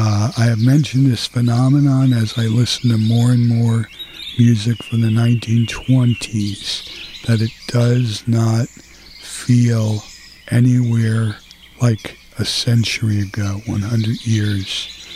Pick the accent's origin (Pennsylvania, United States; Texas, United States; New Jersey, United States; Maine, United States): New Jersey, United States; Nutley; Al Haig from my hometown in Nutley, New Jersey, is on piano.